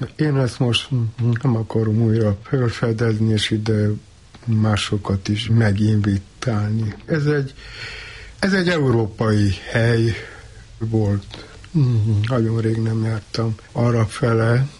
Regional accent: Cluj-Napoca, Cluj County, Romania; moved away; én ott töltöttem el az egész gyermekkoromat, szóval ott minden követ ismertem az utcába

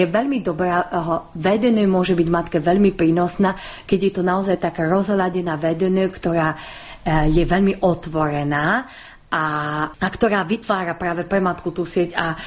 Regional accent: Martin, Žilina Region, Slovakia; V tom čase v Martine, ja pochádzam z Martina zo Slovenska, ešte takáto skupina matiek nebola.

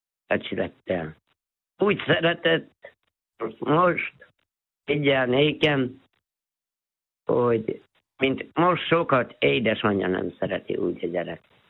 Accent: Újfehértó, Szabolcs-Szatmár-Bereg, Hungary; 9 kilométer messziről Újfehértó mellett az Erdődi tanyán laktunk egy tanyán ott is, hát én ott születtem a szalmakadar tövébe

